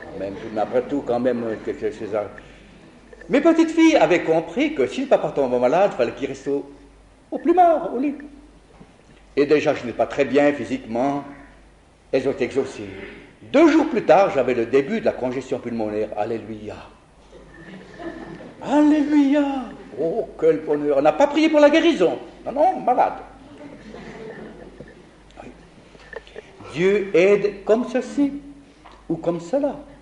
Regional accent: Italy; Deux officiers SS, puis un officier fasciste, puisque je suis italien, apparaît chez moi à domicile, et me dire, vous êtes italien, votre place est sur le front.

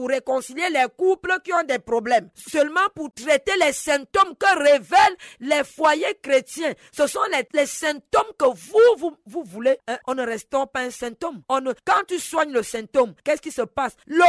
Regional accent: Gabon; récurrent au Gabon chez moi? On a eu cela.

